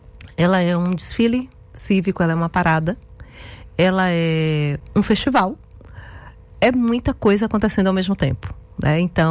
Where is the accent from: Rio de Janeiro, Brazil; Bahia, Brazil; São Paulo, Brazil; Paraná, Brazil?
Bahia, Brazil; eu sou do interior da Bahia, né?